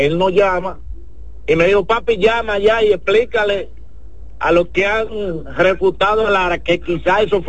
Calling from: Santo Domingo Este, Santo Domingo, Dominican Republic; Eso está pasando también en Santo Domingo Este, porque yo vivo en Santo Domingo Este.

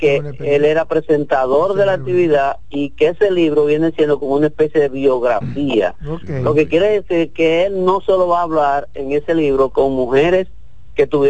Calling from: Santiago de los Caballeros, Santiago, Dominican Republic; de Santiago.

